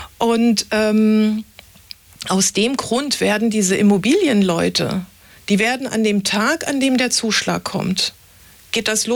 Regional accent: Munich, Bavaria, Germany; born there; Und ich weiß, ich bin gebürtige Münchnerin, ich komme aus Schwabing.

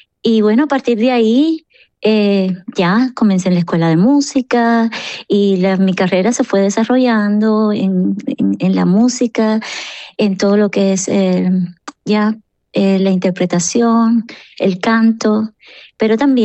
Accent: Cuba; moved away; eso me lo tomé como una misión desde que salí de Cuba, y creo que lo estoy logrando y con mucho orgullo y con esa responsabilidad de poner el nombre de la música cubana y de Cuba en alto

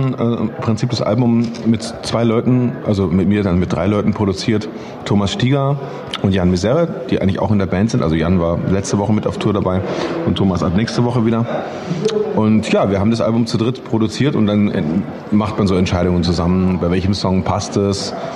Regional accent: Nuremberg, Bavaria, Germany; Ferdinand Schwarz ist ein junger Keyboarder, der ist aus Nürnberg, aus meiner Heimat auch

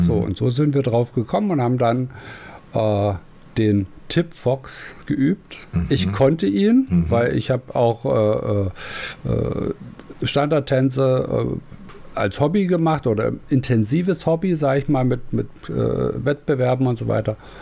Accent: Zwickau, Saxony, Germany; Ja, ja, wir hatten eine Tanzschule bei uns in Zwickau und da gab es ein großes Kulturhaus.

